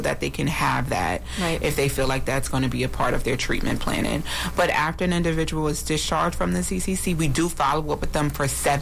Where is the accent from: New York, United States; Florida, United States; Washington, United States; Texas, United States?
New York, United States; Brooklyn; you know, I'm from Brooklyn.